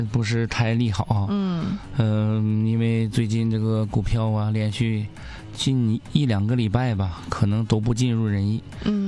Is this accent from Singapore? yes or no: no; Northeast China, China; accent: Northeastern; 用咱们东北话怎么讲呢？